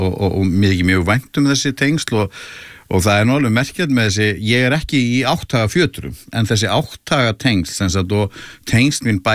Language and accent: Icelandic; Akureyri, Northeastern Region, Iceland; moved away as an adult; Já, ég flutti nú frá Akureyri þegar ég var 18 ára